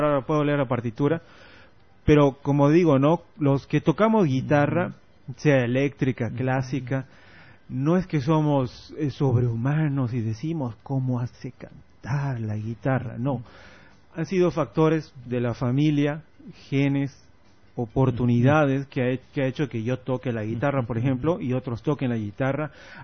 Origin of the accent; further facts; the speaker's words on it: Bolivia; moved away as an adult; also born or lived in Argentina; No, soy de Bolivia, le digo.